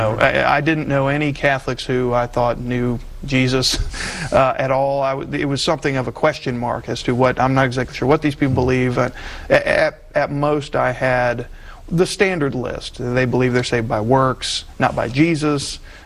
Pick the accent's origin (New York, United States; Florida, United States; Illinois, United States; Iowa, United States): Florida, United States; My particular background was I grew up in Central Florida. My family, we grew up in the Presbyterian Church, Associate Reformed Presbyterian, and it was a great, great church.